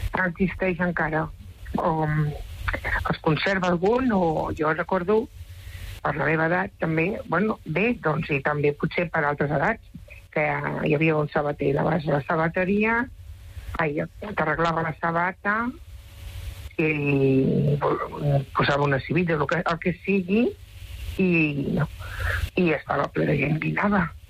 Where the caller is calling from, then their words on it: Barcelona, Catalonia, Spain; Jo vinc a prop de Sant Pau, estic al de Sant Pau, a la Sagrada Família.